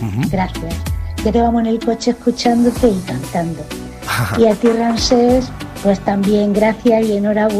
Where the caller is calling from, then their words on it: Zaragoza, Aragon, Spain; de Zaragoza.